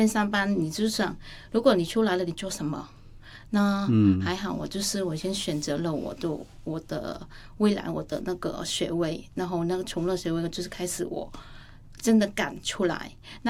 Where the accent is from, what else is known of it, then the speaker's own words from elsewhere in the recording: Vietnam; 我说不是、我是从越南来的。